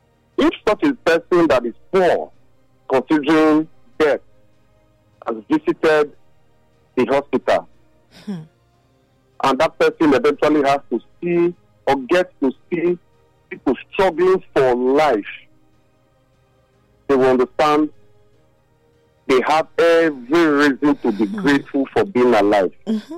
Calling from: Benin; I'm calling from Benin.

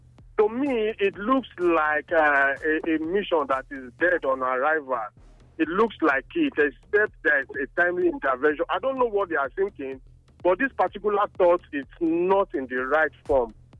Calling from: Benin City, Edo, Nigeria; Okay, I'm calling from Airport Road.

